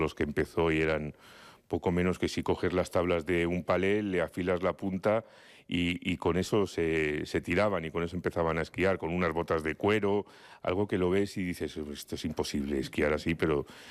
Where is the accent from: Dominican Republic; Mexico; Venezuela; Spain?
Spain; Community of Madrid; ahí en el puerto es donde hemos aprendido todos los madrileños.